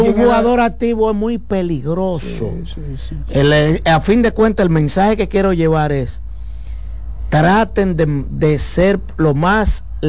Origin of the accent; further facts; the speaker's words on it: Santo Domingo, Distrito Nacional, Dominican Republic; born there; yo, que nací en Villa Juana, fanático mauriciano de toda la vida.